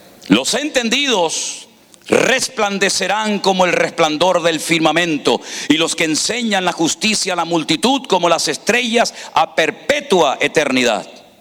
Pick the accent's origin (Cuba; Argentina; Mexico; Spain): Spain; somos de España.